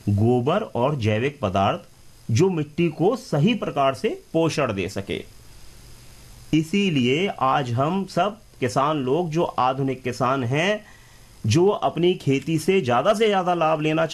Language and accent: Hindi; Agra, Uttar Pradesh, India; हमारे आगरा और ब्रज क्षेत्र में गाय को विशेष महत्व दिया जाता रहा है।